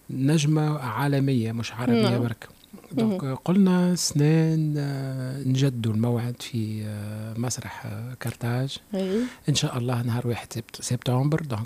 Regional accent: Tunisia; أنا كفنان تونسي

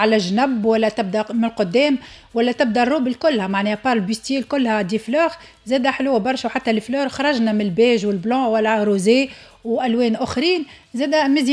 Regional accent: Tunisia

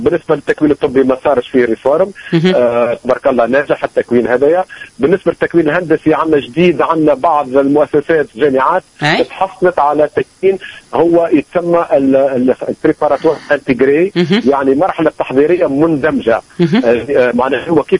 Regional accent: Tunisia

